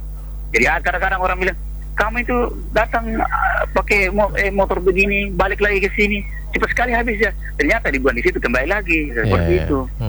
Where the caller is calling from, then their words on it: Pinrang, South Sulawesi, Indonesia; Ya, masih di Pengaporan Lembang Pindrang.